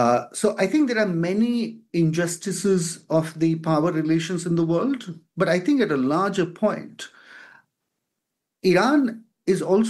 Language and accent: English; India; As an Indian